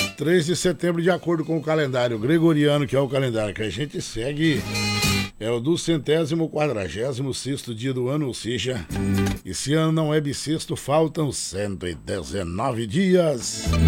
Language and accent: Portuguese; Limeira, São Paulo, Brazil; moved away; Moremos em Limeira ali, mas também não bebi água de lá não, né? Eu sou de Limeira.